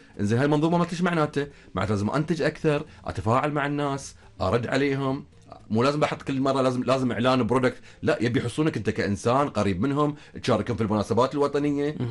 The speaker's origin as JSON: {"language": "Arabic", "country": "Bahrain", "said": "عندنا في البحرين،"}